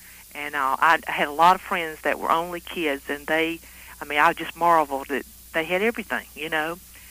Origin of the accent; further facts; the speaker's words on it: Alabama, United States; I'm from South Alabama